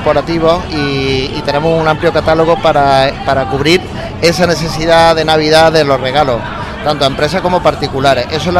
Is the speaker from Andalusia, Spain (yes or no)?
yes; Córdoba, Andalusia, Spain; nosotros somos de Córdoba y queremos Córdoba